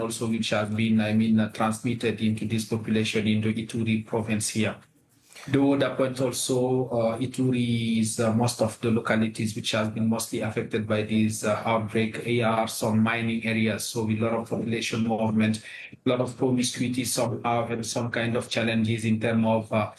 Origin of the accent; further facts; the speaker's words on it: Guinea; I'm originally from Guinea, one of the count